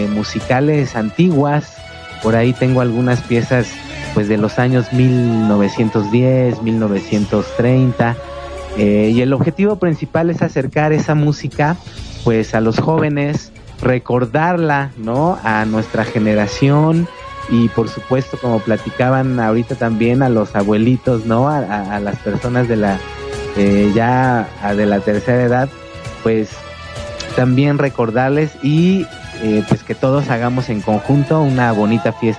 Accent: Mexico; yo soy de aquí de México y con los años he aprendido a valorar cada vez más nuestro país, nuestras raíces

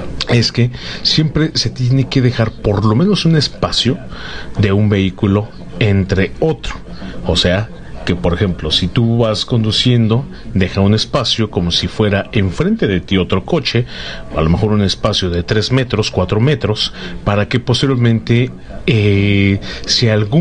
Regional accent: Mexico

